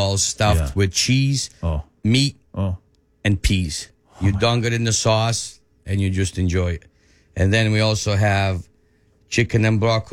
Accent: Calabria, Italy; We're from Calabria, so they vary from Sicily, Naples.

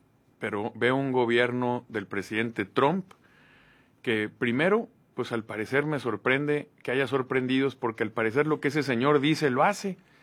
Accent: Mexico; ¿no nos merecemos como mexicanos poner en riesgo simplemente el Tratado de Libre Comercio?

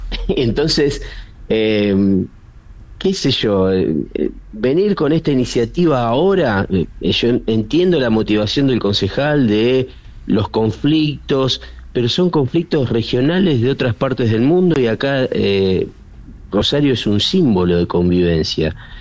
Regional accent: Lebanon; viniendo de mi patria, de mi país, con todos los conflictos regionales que atraviesa el Líbano, que hoy en día tenemos con Israel, tenemos un conflicto ocupado en nuestro territorio

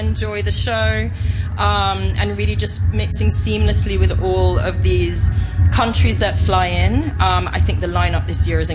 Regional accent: Jamaica; I'm Jamaican, so I'm a mix of all kinds

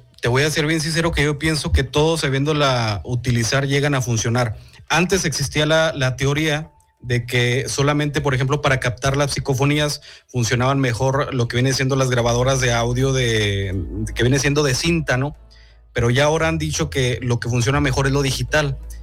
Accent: San Juan del Río, Querétaro, Mexico; una hacienda de acá de mi pueblo, San Juan del Río

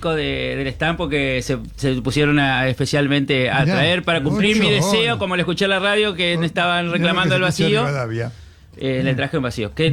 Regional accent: Viale, Entre Ríos, Argentina; Yo soy nacido en Viale, a 50 kilómetros de la capital de la provincia de Entre Ríos, en Paraná, ahí en el centro oeste de nuestra querida provincia.

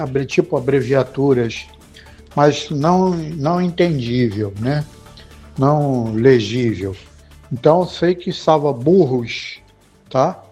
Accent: Rio de Janeiro, Brazil; Eu sou do Rio de Janeiro, né?

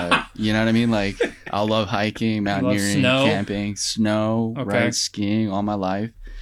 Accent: Denver, Colorado, United States; Yeah, well, you know, born and raised in Denver, Colorado.

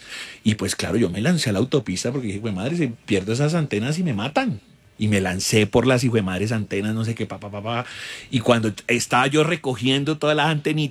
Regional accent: Colombia; Y como buen colombiano, pues por ganarme esa plata y irresponsable, dije, sí, yo las llevo.

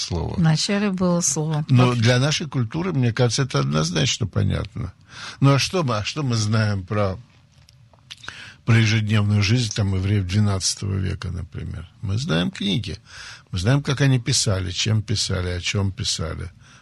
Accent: Saint Petersburg, Russia; Слушайте, я мальчик питерский, занимался каратэ, прошел русскую армию советскую, вообще командиром танка был

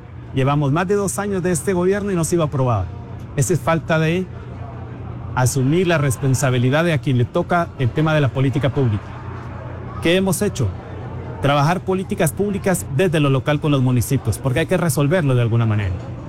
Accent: San Agustín Acasaguastlán, El Progreso, Guatemala; Personalmente soy de San Agustín, Casahuastlán

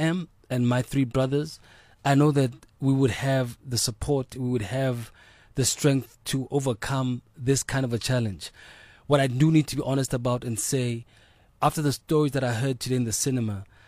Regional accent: South Africa; also born or lived in Butterworth; as a South African

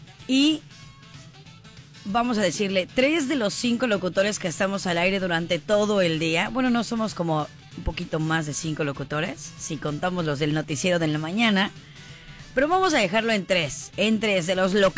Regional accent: Cancún, Quintana Roo, Mexico; todos los locutores que somos de aquí de Cancún

